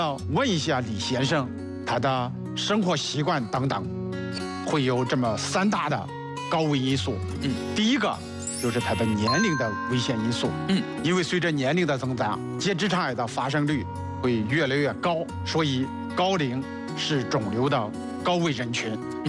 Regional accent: China

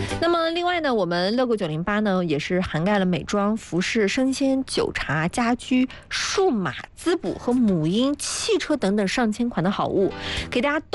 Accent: Anhui, China; 作为一个安徽人，在酒文化这一块我一直特别的骄傲

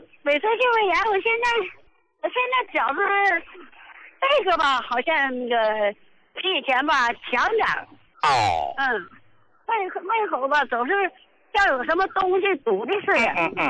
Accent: Jilin, China; 哎，我是吉林的。

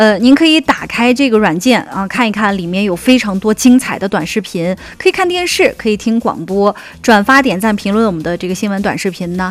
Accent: Xinjiang, China; 我们新疆人

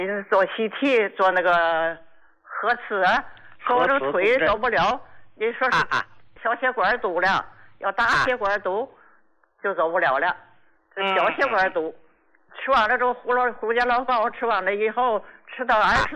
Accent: Qinhuangdao, Hebei, China; 你好，胡教授，我是秦皇岛的。

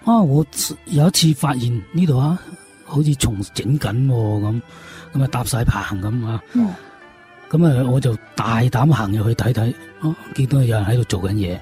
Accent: Shawan, Panyu, Guangdong, China; 因为我生于番禺沙湾，沙湾古镇，我自细接触嘅好多建筑都系旧建筑

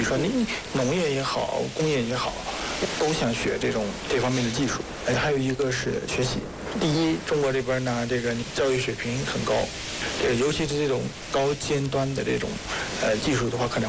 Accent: Myanmar; Chinese is a second language; 这种的话，我们缅甸人看着就会感觉哇，这个很好。

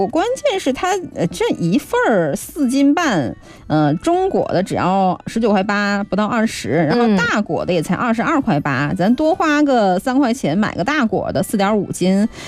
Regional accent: Northeast China, China; moved away; 因为我们老家东北嘛，跟那个山东其实挺近的

